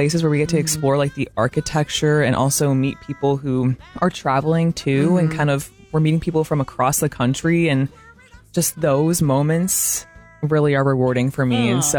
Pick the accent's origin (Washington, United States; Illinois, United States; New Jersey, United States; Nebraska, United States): Illinois, United States; I'm from a Chicago suburb, so not too far away from here.